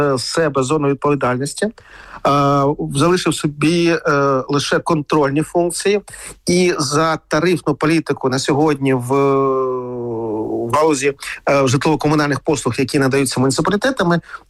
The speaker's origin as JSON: {"language": "Ukrainian", "town": "Kharkiv", "region": "Kharkiv Oblast", "country": "Ukraine", "tie": "born or raised there", "said": "Якщо говорити про мій рідний Харків, то Харків за 4 роки перейшов від системи централізованого теплопостачання"}